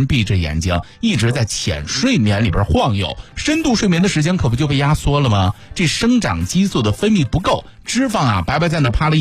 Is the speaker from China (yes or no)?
yes; China; 我们中国人有一个习惯，